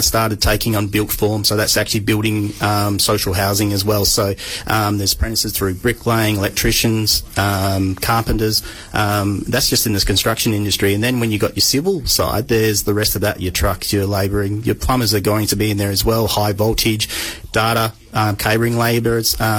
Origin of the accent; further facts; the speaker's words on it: Shark Bay, Western Australia, Australia; I started as a chef back in my hometown in Shark Bay